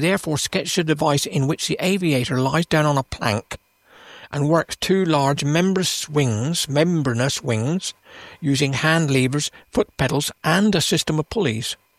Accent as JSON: {"language": "English", "region": "England", "country": "United Kingdom", "moved": "yes", "said": "Now, you guys out there may have noticed that I'm actually from England originally, heap long time ago, but there we are, I am."}